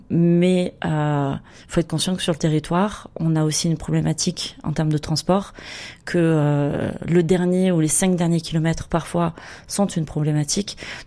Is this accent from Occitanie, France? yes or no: yes; Montpellier, Occitanie, France; also born or lived in London; Alors moi, j'ai grandi à Montpellier Trouver du travail ici, c'était assez compliqué, puisque l'Hérault faisait partie du top 3 du chômage en France.